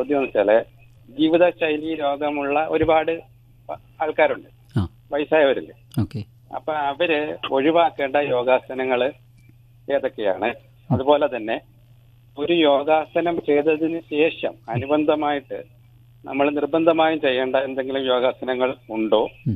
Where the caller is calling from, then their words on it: Kochi, Kerala, India; പാലാരിവട്ടത്തു നിന്നാണ്.